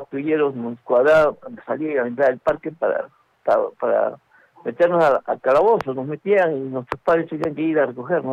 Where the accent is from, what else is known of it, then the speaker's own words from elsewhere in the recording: Lima, Peru; moved away as an adult; yo soy de Lima, soy de Breña, y se radico acá ya 30 años.